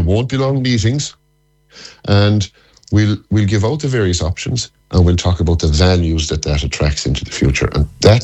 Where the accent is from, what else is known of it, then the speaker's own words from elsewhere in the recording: Connacht, Ireland; I come from East Galway.